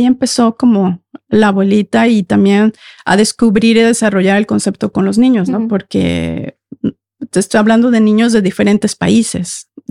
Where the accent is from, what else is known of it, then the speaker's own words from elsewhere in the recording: Mexico; now in Norway; Bueno, nosotros venimos de México. En México, como en muchos países de Latinoamérica, tenemos muchos dichos que no dan sentido en noruego